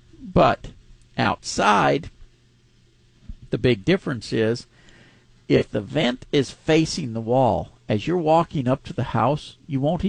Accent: Pasadena, Texas, United States; I grew up in Pasadena, and so I've been part of the rodeo for quite a few years already.

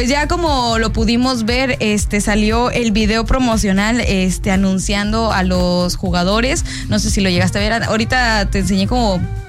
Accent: Mexico; lo que somos los mexicanos

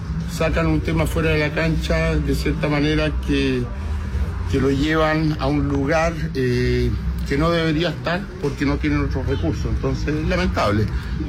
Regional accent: Puerto Montt, Los Lagos, Chile; Mire, como dicen en mi tierra, en Puerto Montt, el que le quede bueno el poncho, que se lo ponga.

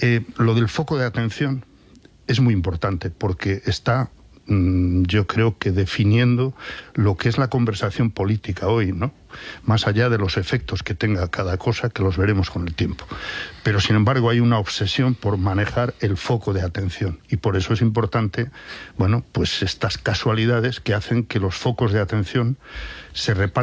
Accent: León, Castile and León, Spain; No sospecho, para, soy de León.

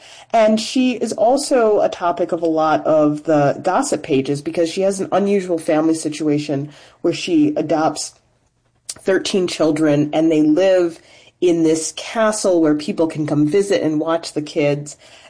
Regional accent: Chicago, Illinois, United States; I'm from Chicago, so I always grew up knowing … incredible wealth.

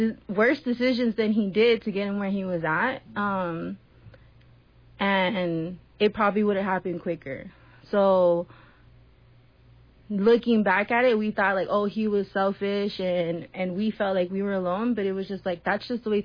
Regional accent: San Carlos, California, United States; when we were growing up in San Carlos, me and Jared were super, super tight.

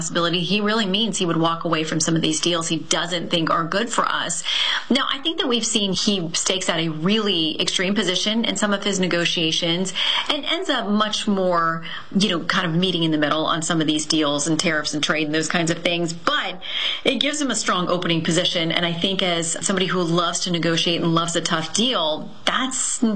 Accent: Florida, United States; he did briefly stop in my home state of Florida.

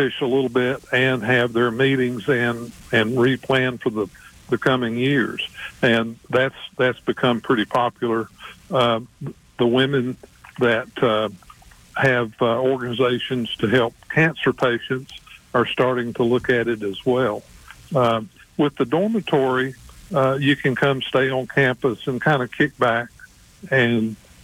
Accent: Lenoir, North Carolina, United States; moved away; I have just a few relatives still in Caldwell County and around Lenore. Believe it or not, I grew up, 10 or 15 miles from Cap Wiese and never met Cap.

